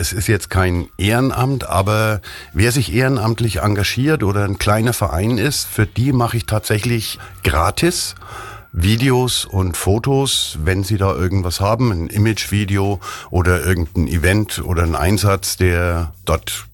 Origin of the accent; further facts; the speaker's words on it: Bayreuth, Bavaria, Germany; ich bin 63 Jahre alt, in Bayreuth geboren, lebe schon immer hier